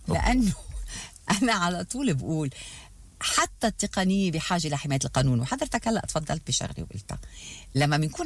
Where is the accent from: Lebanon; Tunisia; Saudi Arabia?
Lebanon; وأنا جاي من لبنان